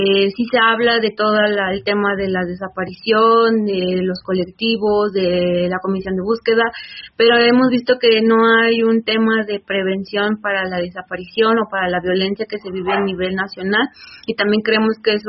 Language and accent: Spanish; Ecatepec, State of Mexico, Mexico; Originarios de aquí del Estado de México, soy de aquí de Catepec, Estado de México.